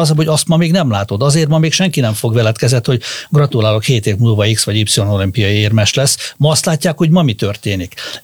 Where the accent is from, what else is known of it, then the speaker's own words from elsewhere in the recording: Hungary; de ők skandinávok, mi meg magyarok vagyunk. Mi máshogy adózunk, mi nem lyukasztunk a villamoson